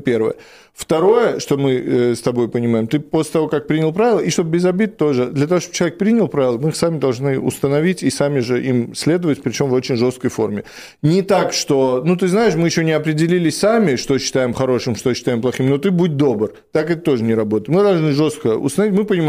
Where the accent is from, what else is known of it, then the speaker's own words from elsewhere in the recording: Moscow, Russia; also born or lived in Europe; Я жил и в Европе, и обожаю мой родной город Москву.